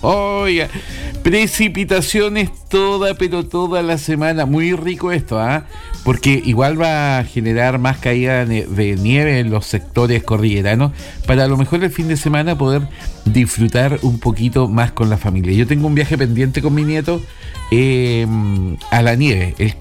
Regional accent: Huépil, Biobío, Chile; somos de un pueblo llamado Huepil, de la comuna de Tucapela, 50 kilómetros de Los Ángeles y 50 kilómetros de Antuco.

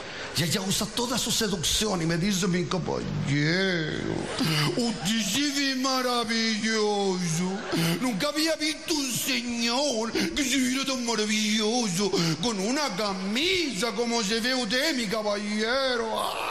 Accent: Purén, Araucanía, Chile; born there; La otra vez estaba en Purén, en mi tierra

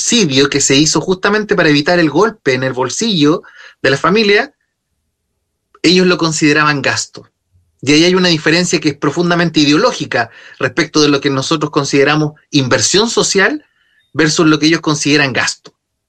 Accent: Chile; desafíos que tenemos como chilenos y chilenas

